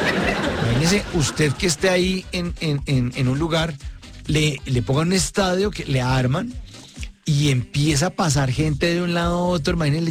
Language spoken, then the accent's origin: Spanish; Colombia; Yo como colombiano lo siento mucho por los vecinos